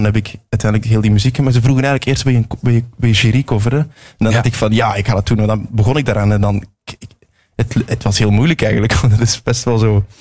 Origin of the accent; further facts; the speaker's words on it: Zelzate, Flanders, Belgium; born there; mijn geboortedorp is Zelzaten. Dus eigenlijk de vertaling is Salt City. Dat is aan de haven aan de grens met Nederland.